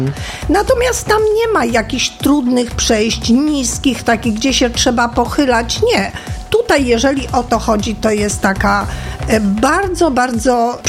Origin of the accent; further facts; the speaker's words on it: Przemyśl, Subcarpathian Voivodeship, Poland; Ja jestem z Przemyśla